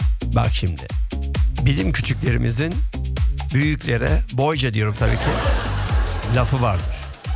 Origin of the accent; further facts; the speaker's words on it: İzmir, Turkey; Hakan ben de İzmirliyim.